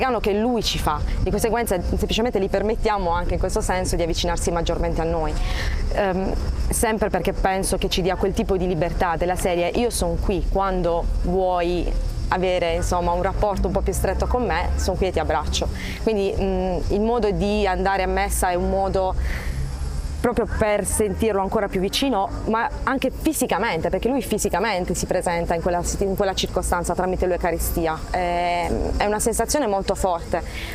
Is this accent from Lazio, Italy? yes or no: no; Bari, Apulia, Italy; vengo da Bari, dall'Italia.